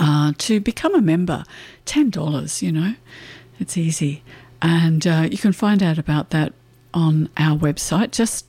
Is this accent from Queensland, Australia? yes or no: yes; Queensland, Australia; I am a Queenslander